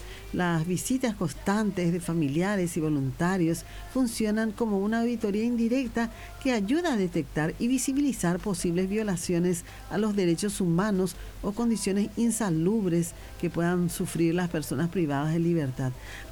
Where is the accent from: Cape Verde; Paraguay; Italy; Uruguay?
Paraguay; así somos los paraguayos